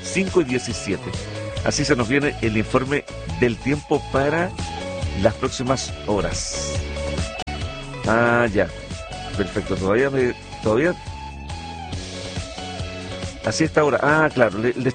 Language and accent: Spanish; Chile